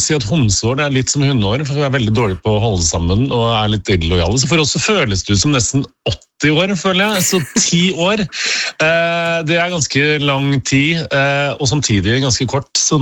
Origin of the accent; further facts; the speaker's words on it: Trøndelag, Norway; For det første så har jeg mistet dialekten min. Jeg er jo trønder egentlig.